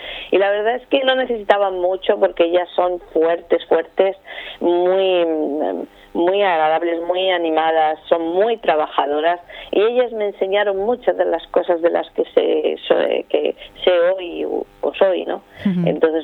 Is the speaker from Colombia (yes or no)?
no; Spain; porque soy española y yo defiendo el dinero que dan de mi país, uh-huh, porque sé que es de mi pueblo.